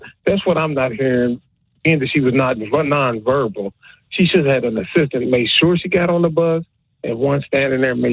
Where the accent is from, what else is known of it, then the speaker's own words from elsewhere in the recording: DeSoto County, Mississippi, United States; we grew up in DeSoto County.